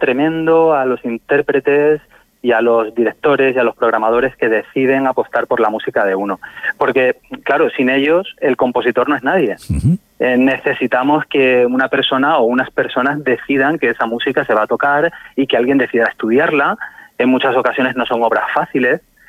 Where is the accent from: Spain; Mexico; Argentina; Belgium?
Spain; Yecla, Region of Murcia; es mi tierra, es la tierra de mi madre, de mis abuelos, es donde yo he crecido